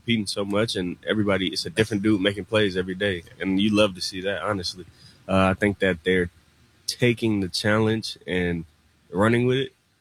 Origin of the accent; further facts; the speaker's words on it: Georgia, United States; born or raised there